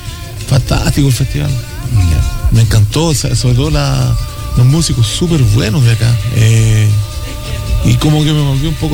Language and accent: Spanish; Antofagasta, Chile; Él es de Arica, yo soy de Antofagasta